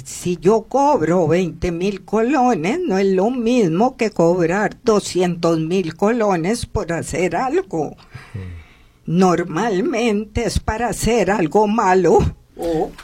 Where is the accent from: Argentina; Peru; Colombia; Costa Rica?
Costa Rica; born there; yo nací, mi espíritu escogió en esta encarnación venir, nacer en Costa Rica, en un cuerpo femenino, en raza blanca.